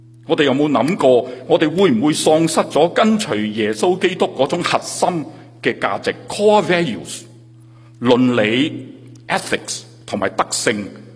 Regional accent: Guangdong, China; 我们广东人都有一句俗语讲，执书行头惨过败家，阿妈教落千祈咪执书。我们自小都听到大的啦

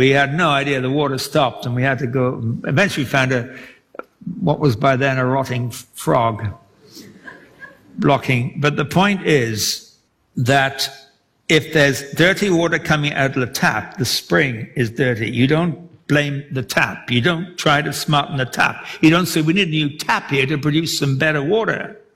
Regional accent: England, United Kingdom; When I was growing up in England, we're out in the country

